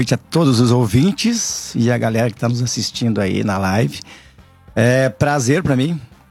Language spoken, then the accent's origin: Portuguese; Paverama, Rio Grande do Sul, Brazil; born there; also born or lived in Poço das Antas; 54. É interior de Paverama, na localidade de Santa Manuela. Na verdade, eu nasci em Poço das Antas. E aí, na verdade... a gente morava, meu pai morava em Santa Manuela, né? E logo depois, eu tinha ali uns 8, 9 anos, a gente se mudou.